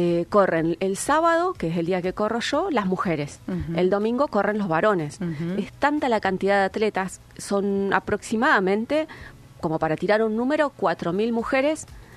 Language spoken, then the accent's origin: Spanish; Bahía Blanca, Buenos Aires Province, Argentina; born there; now in Puerto Madryn, Argentina; yo soy nacida en Bahía